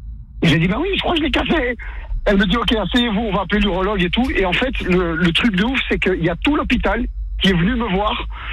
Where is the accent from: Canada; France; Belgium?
Belgium; Brussels, Brussels-Capital Region; born there; 90, ouais, je suis né à Bruxelles, hein, c'est pour ça que je dis les 90.